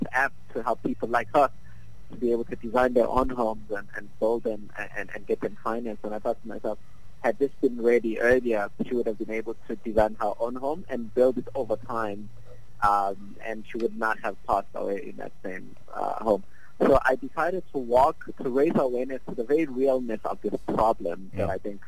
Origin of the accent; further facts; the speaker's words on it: Durban, KwaZulu-Natal, South Africa; I grew up in Township, KwaMashu, and in former settlements in Inanda.